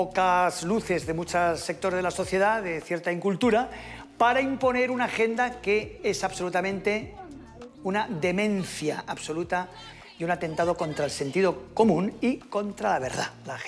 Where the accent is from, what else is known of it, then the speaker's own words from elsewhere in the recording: Spain; Y yo siempre opino como español, ¿no? Como español